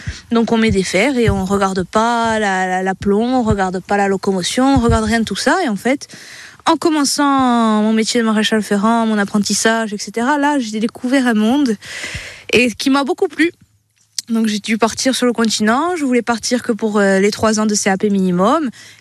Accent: Lumio, Corsica, France; now in Ponte-Leccia, France; moi je suis originaire de Lugno, toute ma famille est en Balagne, entre Lugno, Moncal, Calenzane, Calvi.

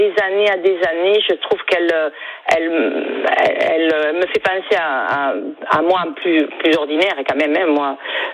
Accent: Perpignan, Occitanie, France; accent: Perpignan; J'ai l'accent perpignanais, je suis désolée.

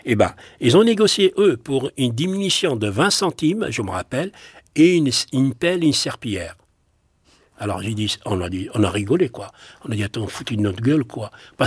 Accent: Algeria; now in France; C'est-à-dire, on a quitté l'Algérie, on a pensé c'est fini, on ne les trouve plus, on les a trouvés dans le foyer.

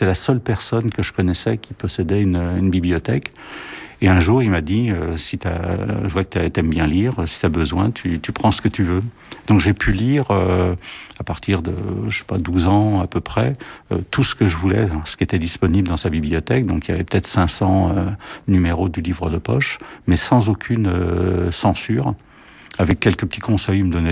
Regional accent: Saint-Denis, Île-de-France, France; j'ai trouvé un travail à Saint-Denis, donc dans ma ville natale

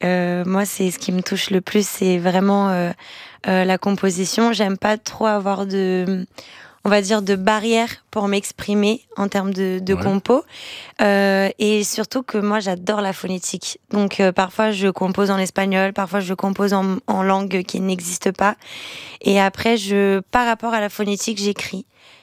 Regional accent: Brazil; French is a second language; Lui en tant que franco-algérien et moi en tant que brésilienne.

